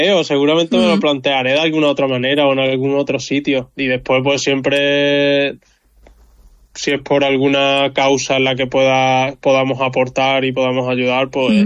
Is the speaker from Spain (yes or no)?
yes; Teba, Andalusia, Spain; mi pueblo, a Teba, que me ha ayudado un montón